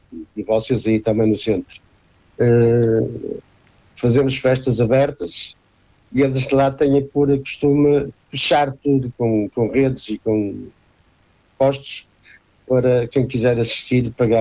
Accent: Porto, Norte, Portugal; eu sou bem longe, eu sou do Porto

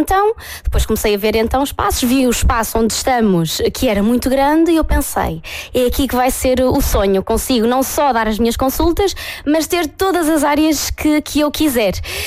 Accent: Arganil, Centro, Portugal; Sim, sou daqui, sou do Sarzedo. Sempre fiz o meu percurso entre o Sarzedo e Erganil.

